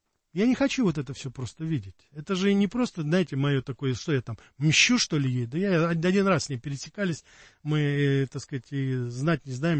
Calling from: Krasnodar, Krasnodar Krai, Russia; Ну, всем привет, я передаю из Краснодара.

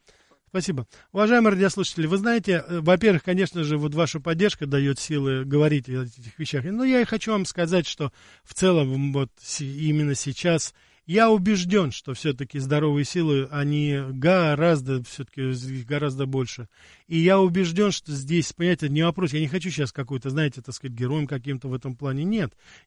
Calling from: Krasnodar, Krasnodar Krai, Russia; Ну, всем привет, я передаю из Краснодара.

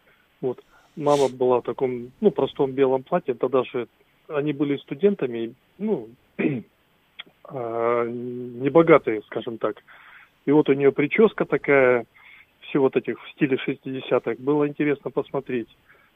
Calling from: Khabarovsk, Khabarovsk Krai, Russia; из Хабаровска вас беспокоит.

